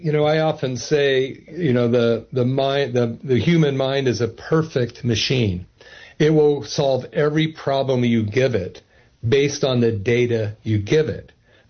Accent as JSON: {"language": "English", "town": "Berkeley", "region": "California", "country": "United States", "tie": "born or raised there", "said": "So they gave me drugs, and I grew up in Berkeley in the 60s, and I listened to this group called … a song"}